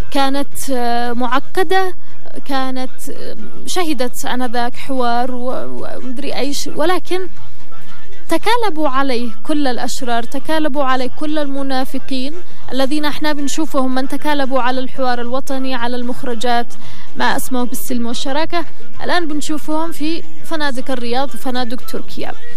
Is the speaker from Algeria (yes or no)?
no; Yemen; لنا بالنسبة كيمنيين